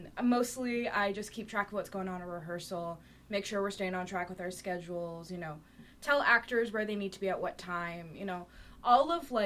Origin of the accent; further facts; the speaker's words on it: Branson, Missouri, United States; moved away as an adult; now in Warrensburg, United States; I'm from Branson, Missouri.